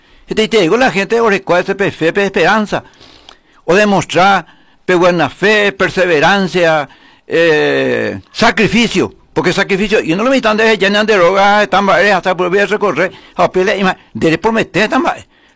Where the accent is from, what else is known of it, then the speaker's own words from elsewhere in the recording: Carapeguá, Paraguarí, Paraguay; como paraguayo, como ciudadano carapigüeño de bien.